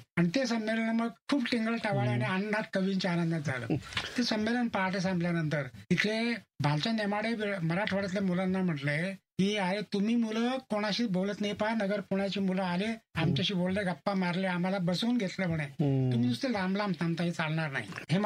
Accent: Sonai, Maharashtra, India; also born or lived in Nevasa; माझं बालपणी सोनईत गेलं

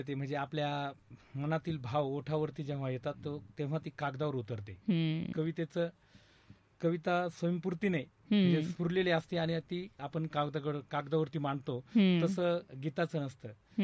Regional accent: Wadala Mahadev, Maharashtra, India; माझं बालपण वडाळा महादेव तालुका श्रीरामपूर जिल्हा अहिल्यानगर वडाळा महादेव या खेडेगावात गेलं. आणि अतिशय छानपणे मस्तीत माझं बालपण गेलं.

